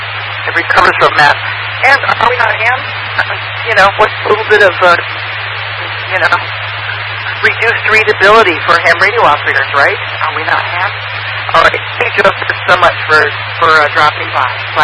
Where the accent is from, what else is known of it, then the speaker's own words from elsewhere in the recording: Michigan, United States; moved away; also born or lived in Grand Rapids; I'm from Michigan, folks.